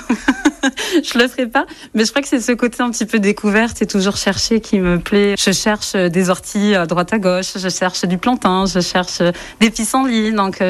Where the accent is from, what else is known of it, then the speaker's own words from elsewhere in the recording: Narbonne, Occitanie, France; born there; now in Landes, France; Je suis née sur Narbonne et mes parents faisaient la vigne.